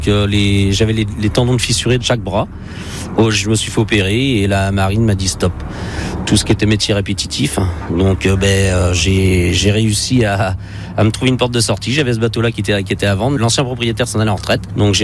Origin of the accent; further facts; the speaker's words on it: Saint-Gilles-Croix-de-Vie, Pays de la Loire, France; moi déjà je suis de Saint-Gilles-Croix-de-Vie. Donc depuis tout petit, déjà mes voisins c'était des marins pêcheurs. Depuis tout petit j'étais bercé dedans.